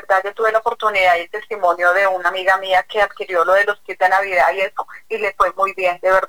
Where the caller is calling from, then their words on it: Bogotá, Colombia; De Bosa, Brasil.